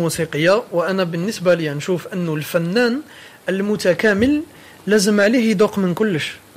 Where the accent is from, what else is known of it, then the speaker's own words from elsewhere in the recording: Constantine, Constantine Province, Algeria; لكن المالوف عنده معزة في قلبي من صغر لأنه تربينا عليه وكبرنا باللي هذا هو الهوية الثقافية لمدينتي القسنطينة العزيزة عليا وباللي الروح تاعو ساكنة فيها.